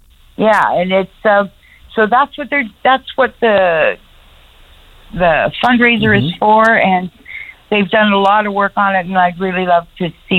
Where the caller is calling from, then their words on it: St. John's, Newfoundland and Labrador, Canada; here in St. John's for the last 22 years.